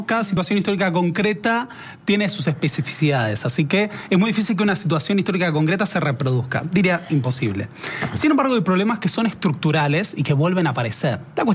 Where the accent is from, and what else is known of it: Argentina